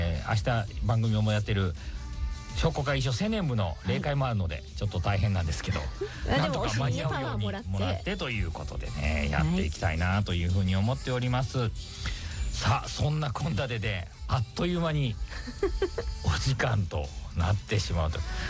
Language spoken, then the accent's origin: Japanese; Nishio, Aichi, Japan; 私愛知県西尾市の西尾高校出身なんですけど